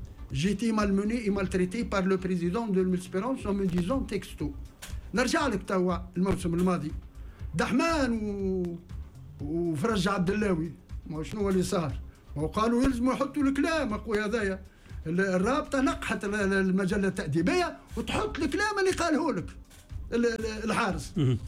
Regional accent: Tunisia; انا تونسي وفي بلادي

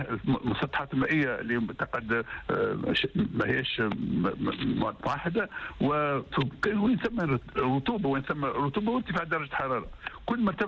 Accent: Tunisia; بلدي تونس

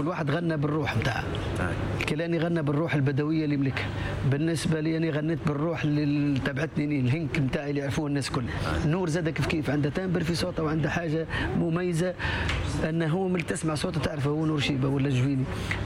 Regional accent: southern Tunisia, Tunisia; على تونس الكل بلاها في لهجتنا, حكينا على الجنوب.

